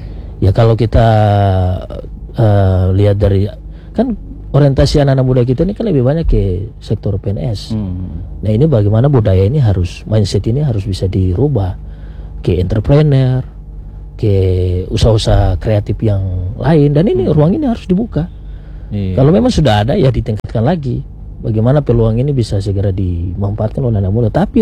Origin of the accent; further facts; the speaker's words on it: Tulehu, Maluku, Indonesia; born there; saya orang Maluku Tengah. Bagaimana di desa saya di Tulehu misalnya.